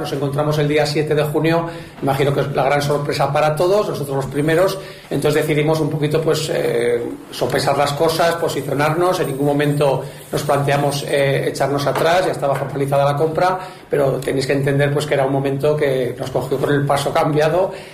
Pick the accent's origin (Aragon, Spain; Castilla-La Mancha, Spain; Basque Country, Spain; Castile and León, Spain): Aragon, Spain